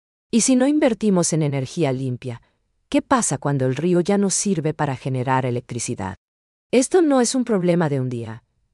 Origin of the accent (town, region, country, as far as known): Paraguay